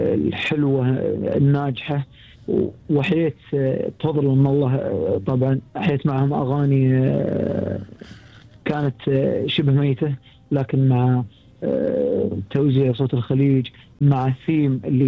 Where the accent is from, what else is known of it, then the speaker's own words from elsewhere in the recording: Doha, Qatar; عندنا في الدوحة